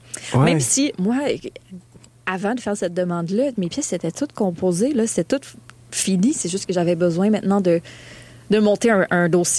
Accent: Montreal, Quebec, Canada; Je viens de Montréal. Mon père vient de Lévis. Moi, j'ai grandi à Montréal.

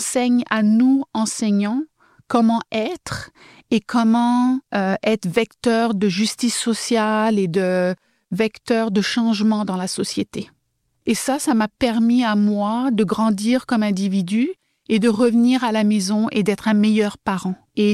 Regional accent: France; moved away as an adult; now in Canada; Moi, je viens de la France, j'ai jamais connu cette diversité-là. Mais quand je suis arrivée au Canada

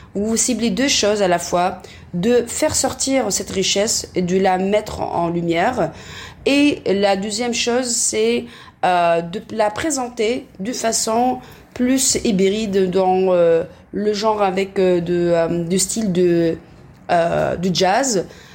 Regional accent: Tunisia; Moi, je connais, par exemple, je suis tunisienne, je connais que Fezzeni, un peu de l'oriental, c'est ce qu'on connaît en général.

